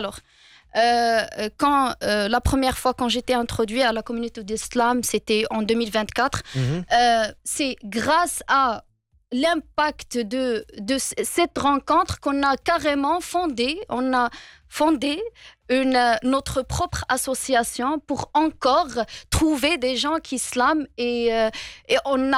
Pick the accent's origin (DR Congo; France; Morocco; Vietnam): Morocco; Fès, Fès-Meknès; je suis marocaine. Mm-hmm. Je suis issue d'une famille modeste, très modeste. J'ai grandi dans un quartier populaire de Medina Qdima à Fès.